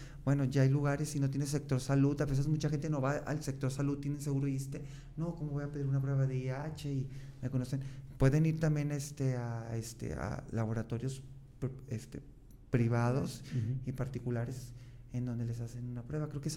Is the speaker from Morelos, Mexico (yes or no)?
no; Guadalajara, Jalisco, Mexico; moved away; yo no soy de aquí, yo soy de Guadalajara